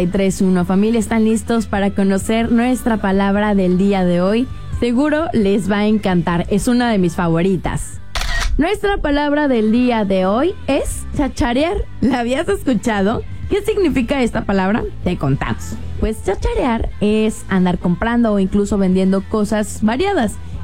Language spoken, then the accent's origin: Spanish; Mexico; la palabra cháchara y chacharear tiene muchísimo, muchísimo tiempo en nuestro vocabulario como mexicanos.